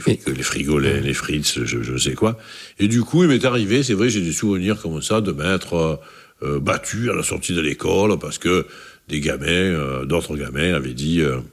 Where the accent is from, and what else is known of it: Marseille, Provence-Alpes-Côte d'Azur, France; born or raised there